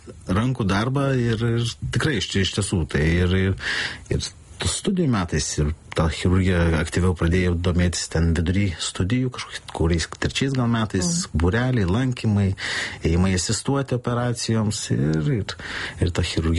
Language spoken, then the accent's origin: Lithuanian; Mažeikiai, Samogitia, Lithuania; now in Kaunas, Lithuania; esu iš Žemaitijos atvykęs į Kauną.